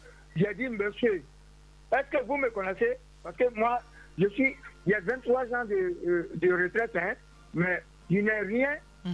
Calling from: San-Pédro, Bas-Sassandra, Côte d’Ivoire; Je vous appelle depuis San Pedro.

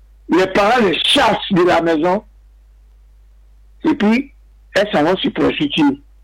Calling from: San Pedro, Bas-Sassandra, Côte d’Ivoire; Je suis de passage à Abidjan, mais je vis à San Pedro, quartier de Toulay.

